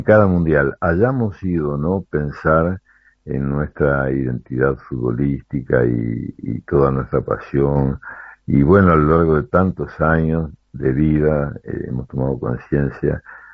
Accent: Montevideo, Uruguay; me acuerdo en mi niñez cuando jugaba en un equipo de barrio, se llamaba el Corralito, allá por la calle Corrales

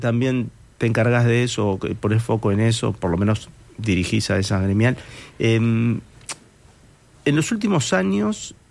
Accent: Uruguay

